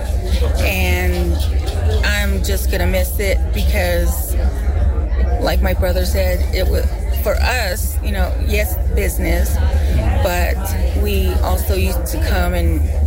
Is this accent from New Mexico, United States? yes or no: yes; Shiprock, New Mexico, United States; born there; moved away; also born or lived in Los Angeles, California